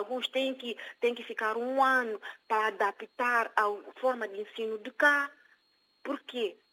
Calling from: São Tomé & Príncipe; Portuguese is a second language

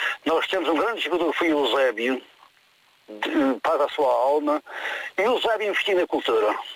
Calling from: Madeira, Portugal; Eu, como madeirense

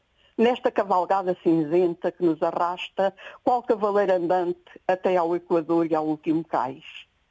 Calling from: Figueira da Foz, Centro, Portugal; desde a Figueira da Foz desejo tudo de bem a toda a gente.

